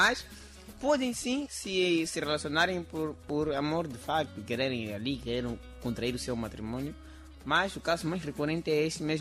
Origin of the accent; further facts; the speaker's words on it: Mozambique; Nós somos moçambicanos.